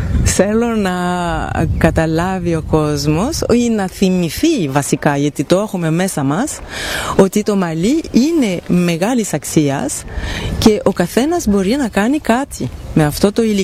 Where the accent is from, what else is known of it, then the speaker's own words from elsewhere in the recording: Belgium; born there; Greek is a second language; Αλλά είμαι Ιταλίδα και Γερμανίδα.